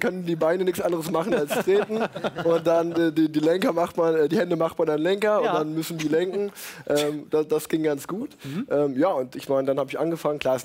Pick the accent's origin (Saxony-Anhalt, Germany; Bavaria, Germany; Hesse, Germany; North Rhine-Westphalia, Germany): North Rhine-Westphalia, Germany; Unna; Ich bin in Unna groß geworden, in der Nähe von Dortmund, das heißt großer Borussia Dortmund-Fan, erstmal Fußball gespielt.